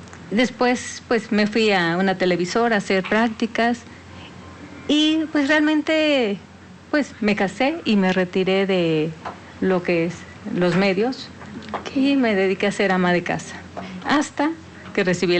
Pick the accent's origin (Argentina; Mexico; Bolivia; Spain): Mexico; Veracruz; Crecí en el rancho, allá en Veracruz, entre árboles frutales, mariposas.